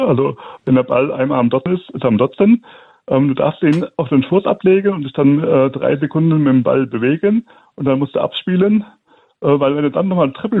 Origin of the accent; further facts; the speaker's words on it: Bavaria, Germany; moved away as an adult; now in Messel, Germany; Ich bin 2019 nach Messel gezogen, aus Bayern gekommen und war relativ neu im Rollstuhl